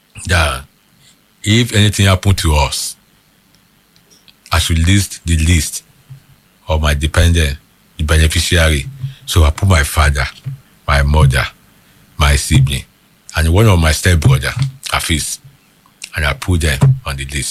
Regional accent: Nigeria; moved away; also born or lived in New York; I'm from Nigeria

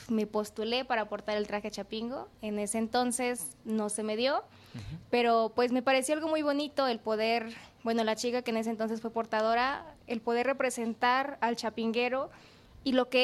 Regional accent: Chiapas, Mexico; moved away; Del estado de Chiapas.

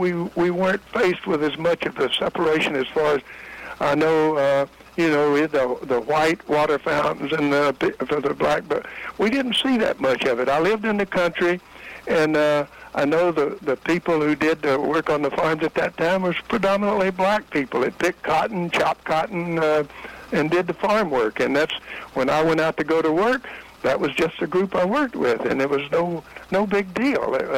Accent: Florence, Alabama, United States; moved away as an adult; I was born in Florence, Alabama, 1924, in the country, out in the country.

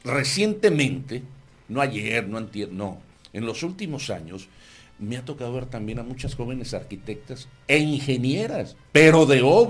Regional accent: San Quintín, Baja California, Mexico; now in Tijuana, Mexico; Soy de San Quintín.

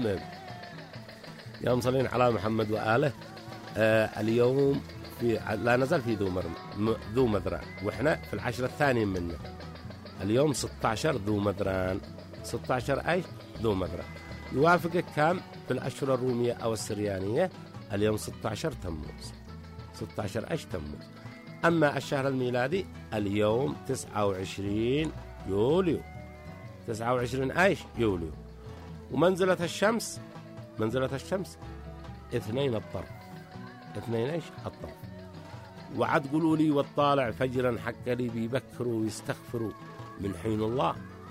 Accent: Yemen; عندنا في اليمن

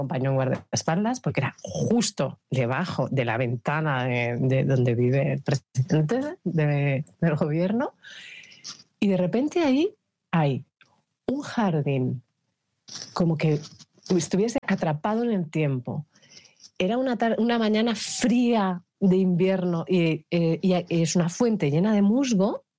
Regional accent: Madrid, Community of Madrid, Spain; Y en Madrid, que precisamente es la ciudad de donde yo soy, donde más he vivido

